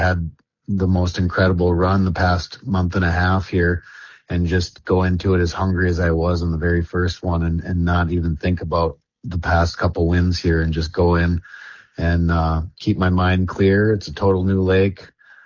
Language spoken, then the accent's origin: English; Grand Rapids, Michigan, United States; It's right here in my hometown, Raceport Marine, Grand Rapids.